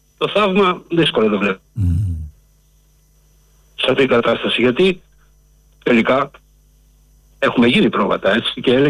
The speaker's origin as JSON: {"language": "Greek", "country": "Greece", "said": "Πραγματικά δεν τρέπομαι που είμαι Έλληνας."}